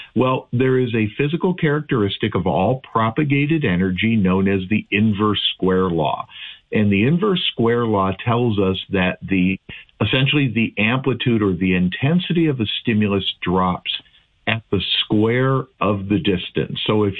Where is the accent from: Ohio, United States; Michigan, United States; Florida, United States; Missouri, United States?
Ohio, United States; moved away; I'm originally from Northeastern Ohio. I think you knew that. And I still have, jointly owned with two of my brothers, a property in a small town right in the very northeastern corner of Ohio, right on Lake Erie